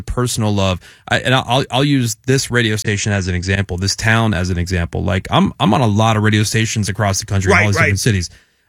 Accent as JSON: {"language": "English", "town": "Pittsburgh", "region": "Pennsylvania", "country": "United States", "tie": "born or raised there", "moved": "yes", "lives_now": "Los Angeles, United States", "said": "this is my hometown."}